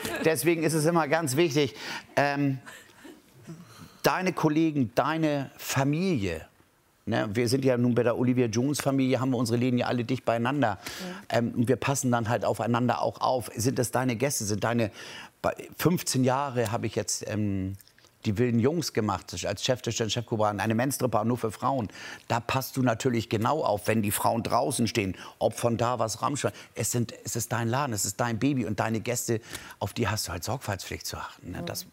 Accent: Hamburg, Germany; Oh, ich glaube, ich war 15. als Hamburger Jungen und dann Freunde auf der Eisbahn

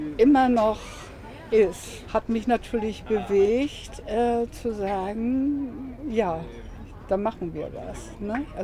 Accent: Flintbek, Schleswig-Holstein, Germany; born there; ich bin in Flintbek geboren.

